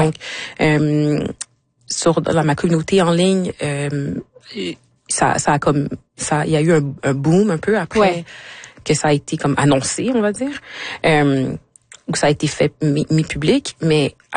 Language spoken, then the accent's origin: French; Quebec, Canada; born there